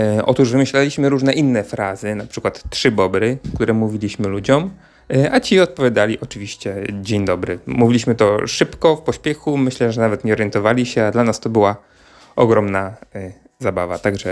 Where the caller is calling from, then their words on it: Gdańsk, Pomeranian Voivodeship, Poland; Ja także jestem … z Gdańska